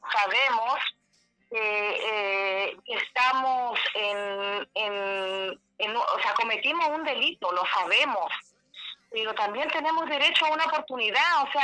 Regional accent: El Salado, Atacama, Chile; yo soy del Salado

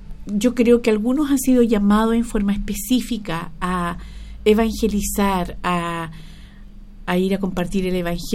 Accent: Chile; así como los chilenos tenemos algunas costumbres que no honra al Señor, pero que para eso está el pueblo cristiano.

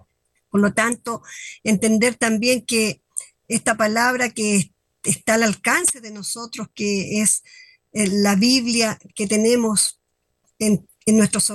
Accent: Chile; tenemos una identidad como chilenos

